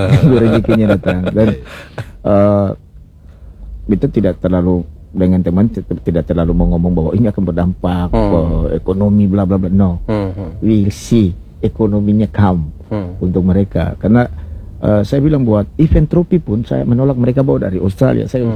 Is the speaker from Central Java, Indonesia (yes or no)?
no; Maluku, Indonesia; Dan waktu itu kita bersyukur sebagai orang Maluku bahwa Maluku tidak masuk di boketeknya orang Bali, Pak Eko.